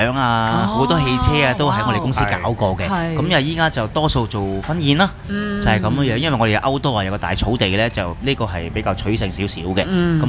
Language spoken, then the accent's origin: Cantonese; Hong Kong; 我哋香港人